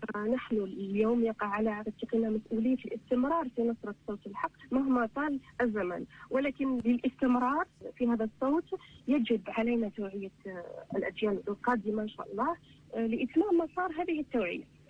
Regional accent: Algeria; نحن كجزائريين ندرك جيدا معنى إيصال الحقيقة لرأي العالم

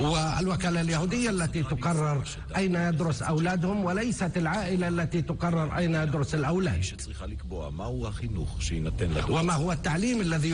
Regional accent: Yemen; now in Israel; وقلنا نحن لم نأتي من اليمن من أجل هذا، نحن قلت لنا التوراة

